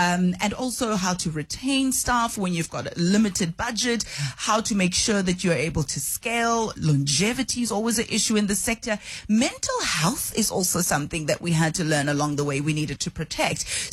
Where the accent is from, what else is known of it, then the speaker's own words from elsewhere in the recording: Johannesburg, Gauteng, South Africa; Look, I grew up at Dobsonville in Soweto